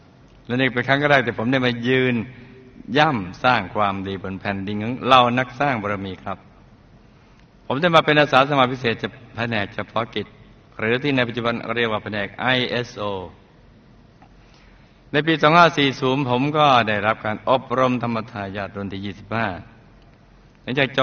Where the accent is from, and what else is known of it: Songkhla, Thailand; born or raised there